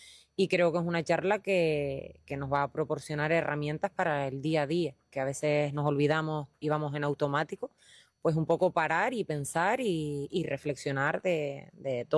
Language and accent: Spanish; Lajares, Canary Islands, Spain; en mi pueblo, en los Lajares